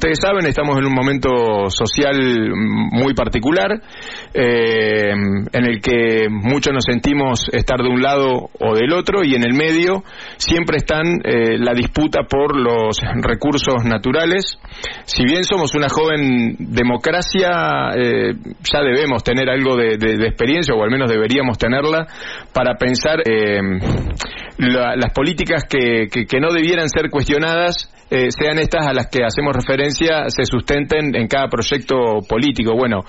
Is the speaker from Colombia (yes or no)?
no; Argentina